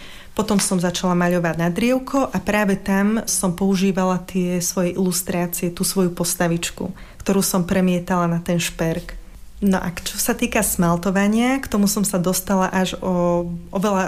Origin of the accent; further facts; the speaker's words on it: Lučenec, Banská Bystrica Region, Slovakia; pochádzam z Lučenca